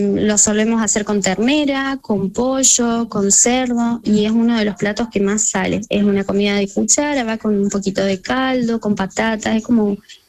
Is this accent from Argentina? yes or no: yes; Argentina; now in Almería, Spain; somos todos argentinos